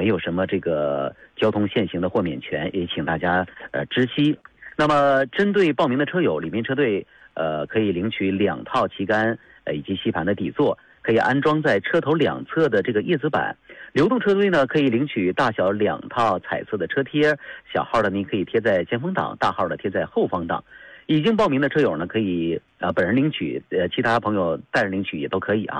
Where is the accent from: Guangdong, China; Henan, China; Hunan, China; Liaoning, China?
Liaoning, China; Dalian; 为我们的家乡大连打 call